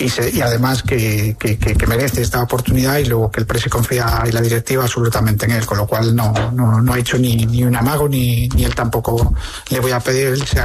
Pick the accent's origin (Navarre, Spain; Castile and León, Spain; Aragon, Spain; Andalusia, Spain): Navarre, Spain; Pamplona; soy de PTV, ¿no? De Pamplona de toda la vida, como me han dicho.